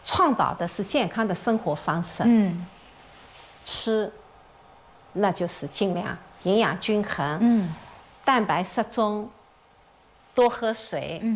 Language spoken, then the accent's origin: Chinese; China; 其实我们中国人的饮食里面钙是不够的。